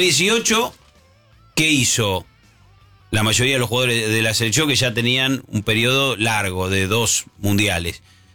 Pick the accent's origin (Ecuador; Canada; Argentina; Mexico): Argentina